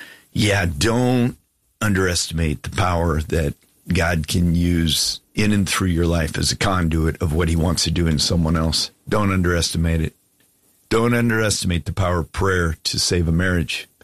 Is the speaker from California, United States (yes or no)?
no; Homer, Alaska, United States; I was born and raised in Alaska.